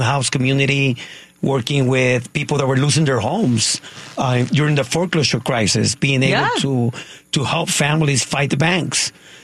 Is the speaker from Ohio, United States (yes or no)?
no; Los Angeles, California, United States; I am a native from Hollywood, California.